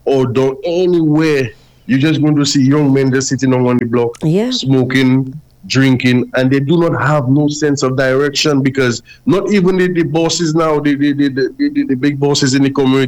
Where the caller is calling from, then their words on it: Castries, St. Lucia; I'm from Central Castries